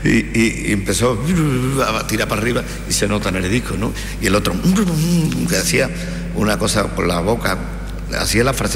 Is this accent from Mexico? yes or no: no; Lebrija, Andalusia, Spain; Digo, yo soy de Lebrija. ¿De Lebrija? ¿Y tú qué cantas, niño?